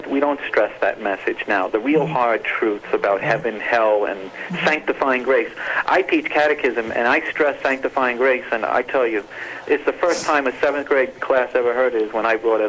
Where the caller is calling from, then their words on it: Rockaway, New Jersey, United States; I'm calling from a hospital in Rockaway, New Jersey right now.